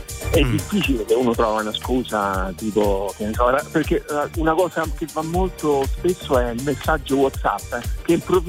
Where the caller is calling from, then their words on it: Orvieto, Umbria, Italy; Io sto Orvieto.